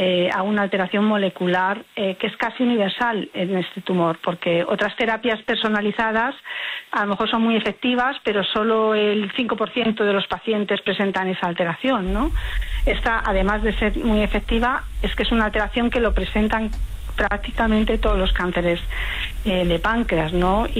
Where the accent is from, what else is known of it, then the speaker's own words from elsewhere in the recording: Spain; En lo que a mí respecta, yo soy de España, vivo en Madrid